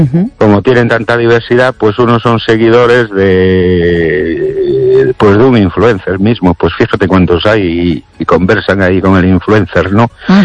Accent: Ourense, Galicia, Spain; Buenas noches, Esther y oyentes … de Orense.

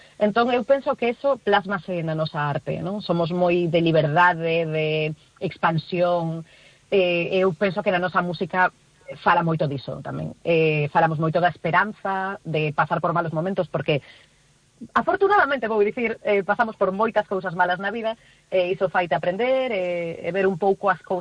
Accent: Galicia, Spain; A xente que somos daqui de Galicia sabemos que esos son para ser galegos, o sea, lo sabemos de sobra.

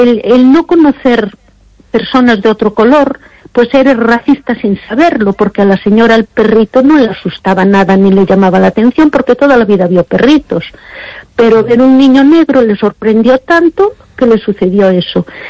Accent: Galicia, Spain; Mira, hay cosas, por ejemplo, que nosotros que somos tan gallegos

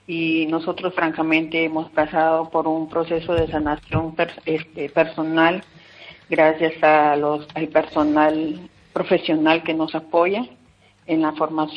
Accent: Piura, Peru; reciban el saludo de todas las mujeres emprendedoras de mi tierra, como es Piura.

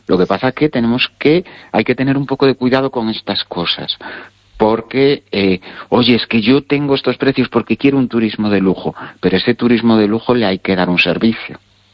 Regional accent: Galicia, Spain; moved away; yo que no vivo en Galicia, pero que presumo de mi tierra mucho, allá donde voy

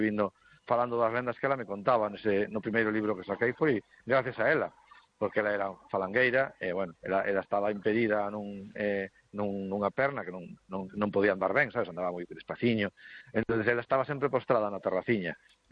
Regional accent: Galicia, Spain; Esto era un clásico que, bueno, polo menos aquí na miña aldea fixemos cando éramos rapaces moitos anos, se fixo sí.

